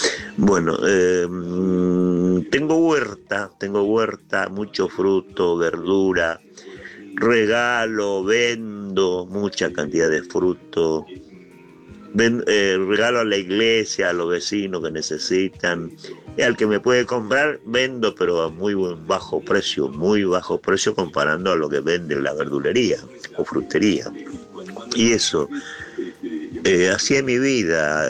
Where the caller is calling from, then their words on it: Virrey del Pino, Buenos Aires Province, Argentina; Virrey del Pino, González Catán, kilómetro 43 de Juan Manuel de Rosa, ruta nacional número 3. Estoy jubilado.